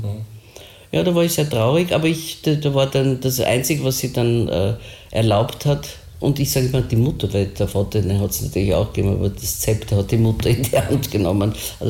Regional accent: Vienna, Austria; Und als Wienerin wird mir das ja gelingen.

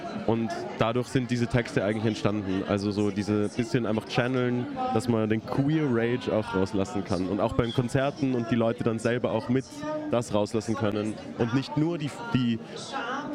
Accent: Austria; Also wir sind eigentlich von überall von Österreich

